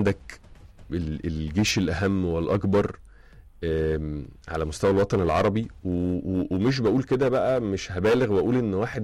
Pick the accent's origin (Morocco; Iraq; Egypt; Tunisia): Egypt